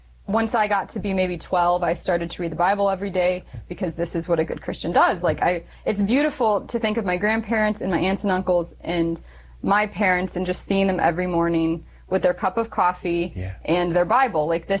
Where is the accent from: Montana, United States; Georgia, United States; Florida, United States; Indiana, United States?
Indiana, United States; I grew up around Indiana until I was in middle school.